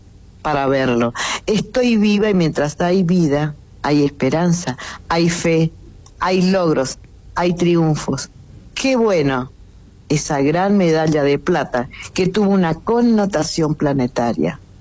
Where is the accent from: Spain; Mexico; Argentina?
Argentina; puedo también sentirme orgullosa, no solamente como argentina. Qué bueno que seamos argentinos